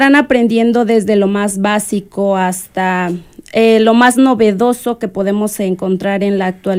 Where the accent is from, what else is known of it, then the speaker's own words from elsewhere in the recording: State of Mexico, Mexico; now in Puebla, Mexico; Soy originaria del Estado de México, pero en la actualidad pues radico aquí en el Estado de Puebla.